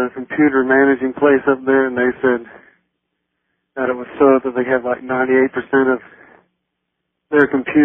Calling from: Wichita, Kansas, United States; from Wichita.

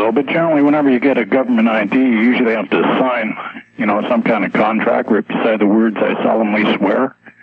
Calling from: Barrie, Ontario, Canada; I'm in Barrie, Ontario.

